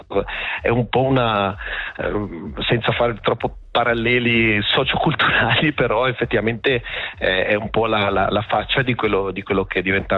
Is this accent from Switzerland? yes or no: yes; Switzerland; moved away as an adult; now in Sarajevo, Bosnia and Herzegovina; c'ho una patria della Svizzera, a maggior ragione perché sono un ambasciatore svizzero, poi ogni 4 anni ho un'altra patria